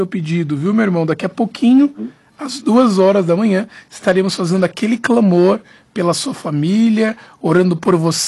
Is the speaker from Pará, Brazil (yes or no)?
no; São Paulo, Brazil; moved away; Belmira Marim, minha terra.